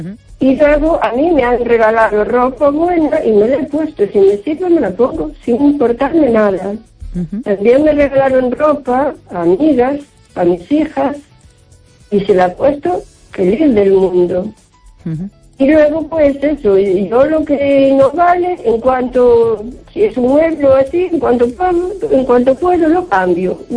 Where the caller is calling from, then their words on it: O Carballiño, Galicia, Spain; de Carballiño.